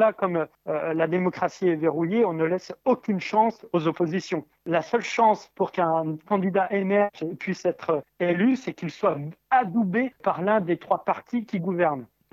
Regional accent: Bourgogne-Franche-Comté, France; now in Île-de-France, France; ma région natale, à cette belle terre bressane qui m'accueille encore quand je reviens d'Île-de-France plusieurs fois dans l'année.

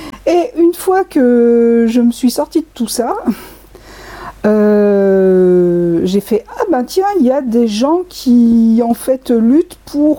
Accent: Clermont-Ferrand, Auvergne-Rhône-Alpes, France; born there; Je suis née à Clermont-Ferrand. J'ai quitté Clermont dès ma majorité, mais je suis revenue vivre à Clermont fin 2011.

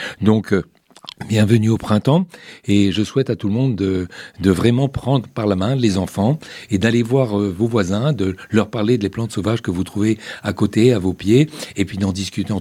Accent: Morocco; Moi, j'ai vécu et j'ai grandi au Maroc et même si je suis Diwa depuis une dizaine de générations

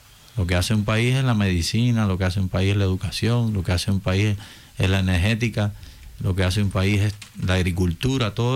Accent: Cuba; Eso es lo que se siente como cubano allí, porque hay mucho cubano pidiendo guerra para Cuba desde afuera.

